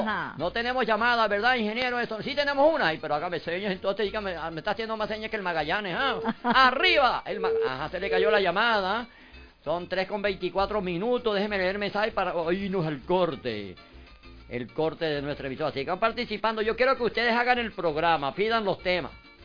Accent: Mérida, Venezuela; yo soy de Mérida, 100%.

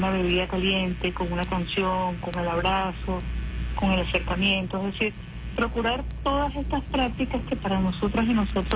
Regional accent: Venezuela; nuestra identidad como venezolanos y venezolanos

